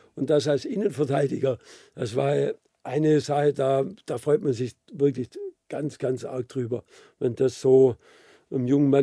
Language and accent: German; Baden-Württemberg, Germany; accent: Swabian; Meinen schwäbischen Akzent versteht man hier auch ganz gut. Die Mentalität der Menschen hier liegt mir. Ich sage immer, ich bin ein schwäbischer Berater